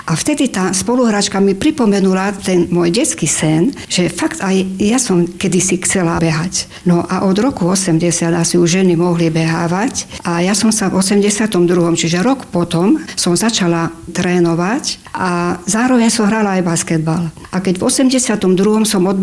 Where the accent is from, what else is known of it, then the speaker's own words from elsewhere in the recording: Perín, Košice Region, Slovakia; now in Košice, Slovakia; ja pochádzam z Perína, je to dedinka, ktorá susedí so Seňou.